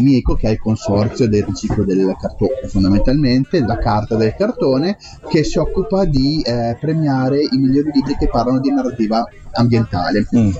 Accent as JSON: {"language": "Italian", "region": "Emilia-Romagna", "country": "Italy", "accent": "Romagnolo", "said": "Siamo romagnoli e forse si sente anche"}